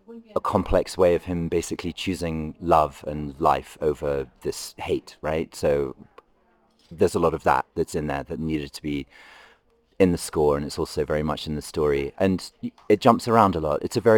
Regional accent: London, United Kingdom; I grew up in London as a kid in the 1980s

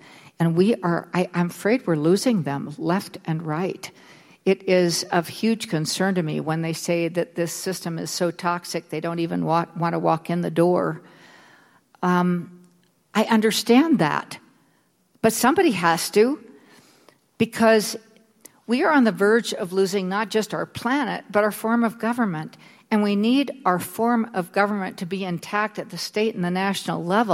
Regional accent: Bozeman, Montana, United States; But when I grew up in Bozeman in the 60s

